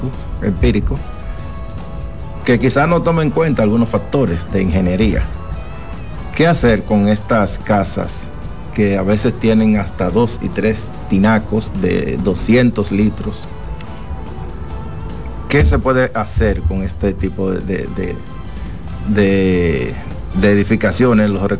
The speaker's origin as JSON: {"language": "Spanish", "town": "Los Alcarrizos", "region": "Santo Domingo", "country": "Dominican Republic", "said": "yo que soy de Los Alcarrizos"}